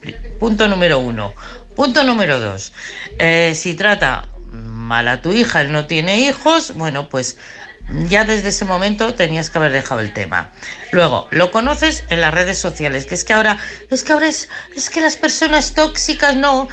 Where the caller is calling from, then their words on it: Madrid, Community of Madrid, Spain; de Madrid.